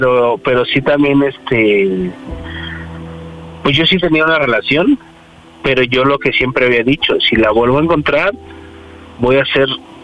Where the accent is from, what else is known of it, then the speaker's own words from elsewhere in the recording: Iztapalapa, Mexico City, Mexico; Tengo 36 años y soy de Iztapalapa.